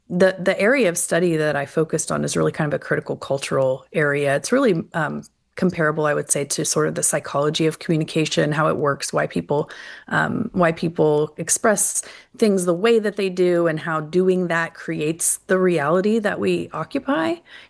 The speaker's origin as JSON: {"language": "English", "region": "Oklahoma", "country": "United States", "said": "So I'm from Oklahoma, it's a pretty, you know, religiously conservative area, very evangelical. And I was raised viewing Mormonism as a cult"}